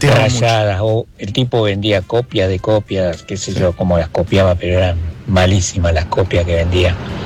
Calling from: Buenos Aires, Argentina; de Parque Centenario.

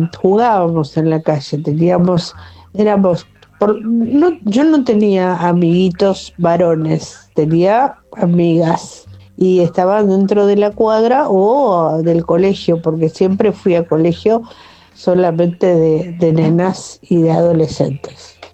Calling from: Buenos Aires, Argentina; de Villurquiza.

